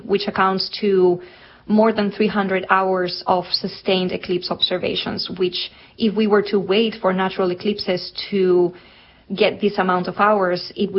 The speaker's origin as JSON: {"language": "English", "country": "Spain", "said": "And I'm super excited for that one because I am from Spain."}